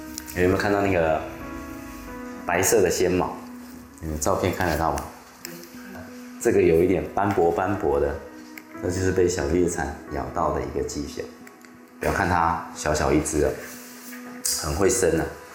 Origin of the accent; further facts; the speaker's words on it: Taoyuan-Hsinchu-Miaoli, Taiwan; 我又是这里的茶乡的长大的孩子，